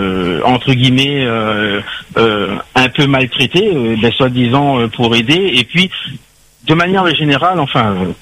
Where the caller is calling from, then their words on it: Normandy, France; Oui, je vous appelle de Normandie.